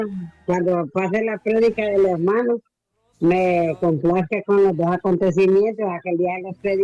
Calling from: Juticalpa, Olancho, Honduras; de aquí le llamo de Juticalpa, aquí a Olancho.

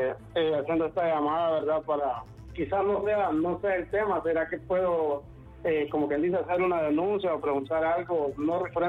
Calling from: Colón, Honduras; nosotros somos microempresarios de Colón, de la chapia de la carretera, de la limpieza de cuneta

